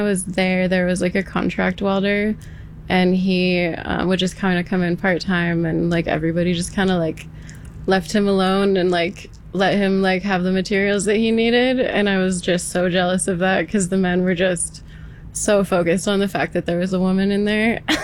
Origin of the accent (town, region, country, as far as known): West Coast, United States